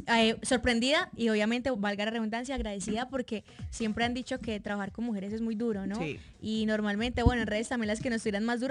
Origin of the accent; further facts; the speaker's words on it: Pueblo Rico, Antioquia, Colombia; soy de Pueblo Rico, Antioquia.